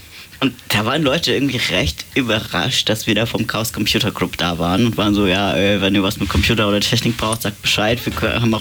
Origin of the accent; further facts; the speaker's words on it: Hamburg, Germany; Also ich komme aus Harburg, sag mal ganz leise.